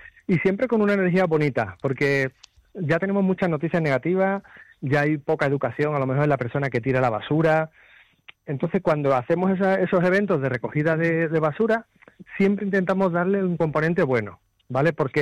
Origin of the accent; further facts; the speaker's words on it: Seville, Andalusia, Spain; Hola, buenas tardes, Isabel y Susana, que es paisana mía, que yo soy de Sevilla.